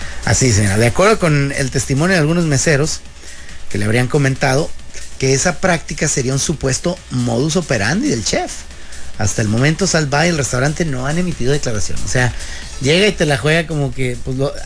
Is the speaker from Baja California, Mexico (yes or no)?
yes; Mexicali, Baja California, Mexico; born there; Es como si, pues yo nací en Mexicali, otro nació en Ciudad de México, no es lo mismo.